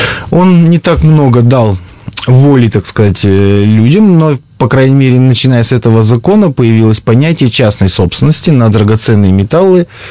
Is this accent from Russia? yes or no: yes; Perm, Perm Krai, Russia; я родился и вырос в Перми. Я, можно сказать, патриот Пермского края.